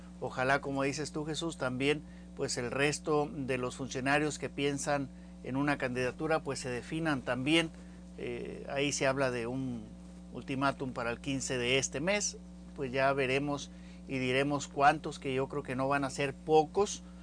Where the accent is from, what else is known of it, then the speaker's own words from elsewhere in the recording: Tamaulipas, Mexico; A nosotros como tamaulipecos